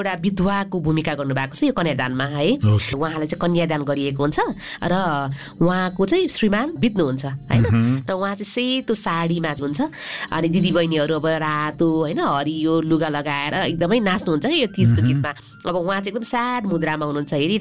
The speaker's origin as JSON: {"language": "Nepali", "town": "Putalibazar", "region": "Gandaki Province", "country": "Nepal", "tie": "born there", "moved": "yes", "lives_now": "Kathmandu, Nepal", "said": "म सानो हुँदाखेरि हामी चाहिँ स्याङ्जाको सदरमुकाममा बस्थ्यौँ दाजु है काठमाडौँ आउनुभन्दा अगाडि"}